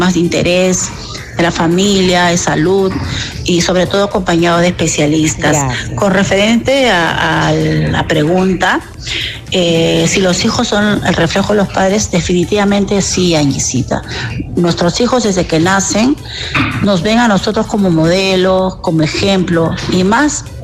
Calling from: Lima, Peru; de San Juan de Lurigancho.

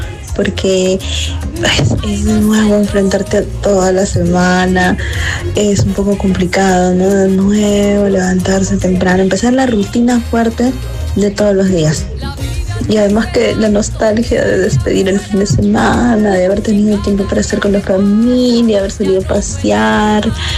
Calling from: Lima, Peru; de Los Olivos.

